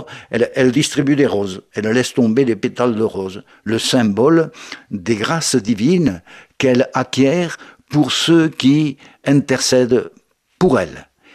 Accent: France; Elle est quand même moins connue chez nous en France.

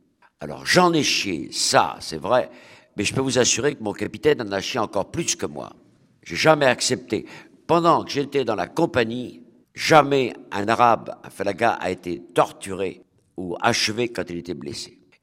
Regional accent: Rochefort, Nouvelle-Aquitaine, France; born there; j'étais en Charente-Maritime, je suis né à Rochefort-sur-Mer

